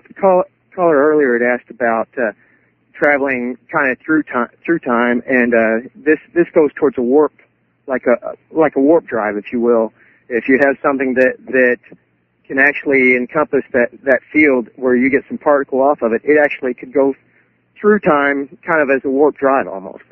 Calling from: Chicago, Illinois, United States; Greetings from Chicagoland.

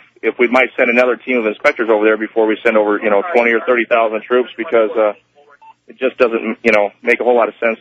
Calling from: Omaha, Nebraska, United States

